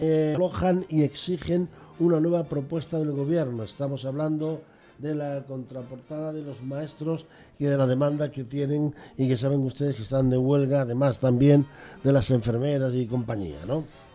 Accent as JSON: {"language": "Spanish", "region": "Galicia", "country": "Spain", "said": "La pregunta, como buen gallego, se la devuelvo yo."}